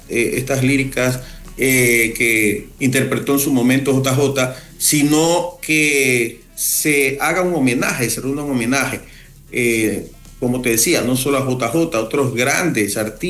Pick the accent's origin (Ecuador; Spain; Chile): Ecuador